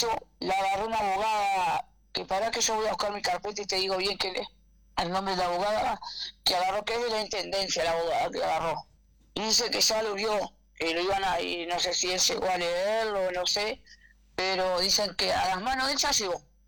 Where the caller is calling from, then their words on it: Montevideo, Uruguay; yo soy de Montevideana, yo hace 4 años que vivo acá